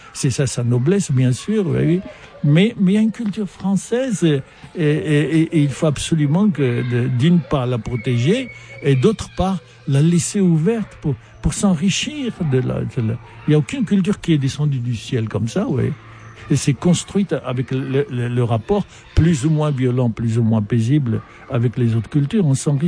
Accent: Casablanca, Casablanca-Settat, Morocco; Je venais, bon, j'avais du Maroc, j'avais mon milieu au Maroc

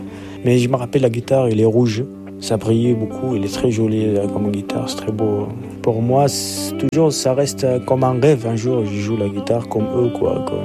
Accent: Tamanrasset, Tamanrasset Province, Algeria; Je me rappelle, il y a un mariage chez nous à Tamanrasset, donc on a invité les artistes.

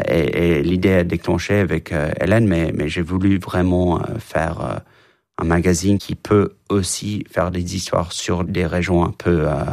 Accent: England, United Kingdom; Et comme j'ai dit, j'ai grandi en Angleterre et j'ai vu la même chose qui se passe là-bas.

